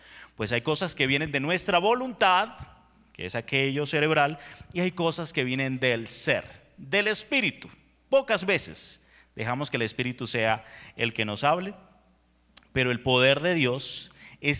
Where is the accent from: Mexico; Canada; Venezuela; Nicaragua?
Venezuela; moved away as an adult; now in Colombia; cuando llegué a Colombia, yo soy venezolano, resumen para los que no me conocían, cuando llegué a Colombia hace 8 años